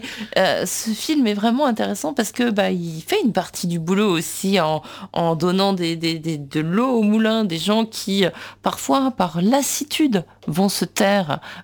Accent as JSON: {"language": "French", "country": "France", "said": "moi, je ne suis pas d'origine juive, mais ceci dit, je suis française"}